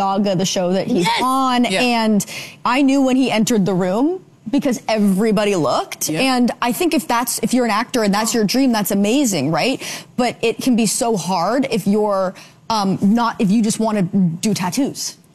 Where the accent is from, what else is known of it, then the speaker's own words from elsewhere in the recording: Canada; as a Canadian actor